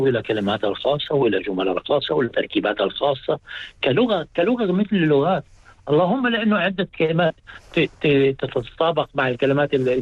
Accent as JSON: {"language": "Arabic", "country": "Palestine", "moved": "yes", "lives_now": "Catalonia, Spain", "said": "أنا طبعا من زي بتعرف كفلسطيني"}